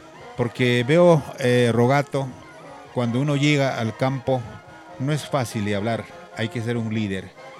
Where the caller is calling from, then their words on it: Monterrey, Nuevo León, Mexico; Y donde vengo en estos momentos de Monterrey, y donde cual pues muchos de nuestros oyentes te escuchan